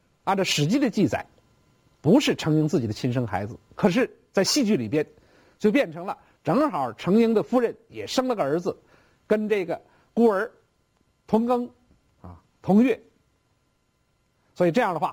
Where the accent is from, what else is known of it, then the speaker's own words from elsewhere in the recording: China; 我们中国人